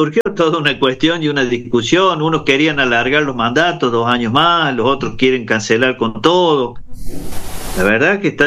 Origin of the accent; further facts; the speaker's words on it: Argentina; Nosotros somos parte de la República Argentina